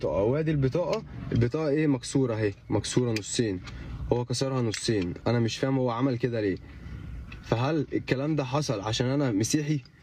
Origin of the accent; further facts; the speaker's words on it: Giza Governorate, Egypt; انا عندنا في الجيزة ما بيحصلش معايا الكلام ده